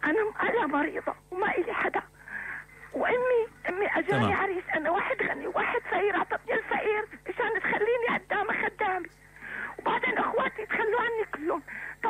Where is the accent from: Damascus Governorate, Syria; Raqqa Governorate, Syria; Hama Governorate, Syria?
Damascus Governorate, Syria; Damascus; بنت دمشق.